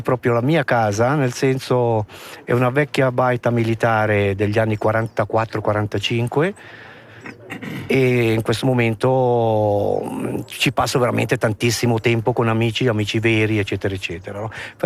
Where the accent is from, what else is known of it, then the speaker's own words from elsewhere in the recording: Rodi-Fiesso, Ticino, Switzerland; now in Lugano, Switzerland; Io sono nato e cresciuto a Rodi